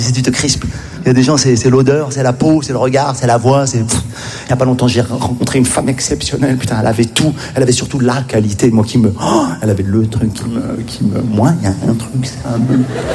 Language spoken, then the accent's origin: French; Morocco; born there; Je suis né au Maroc. Ce qui est bien quand t'es marocain